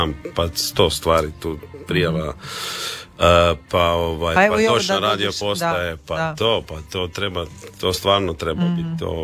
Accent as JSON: {"language": "Croatian", "town": "Pag", "region": "Zadar County", "country": "Croatia", "said": "Rodom sam ja sa Paga, a tamo u krugu Zadra, tu u Vrsima, baš imamo apartman"}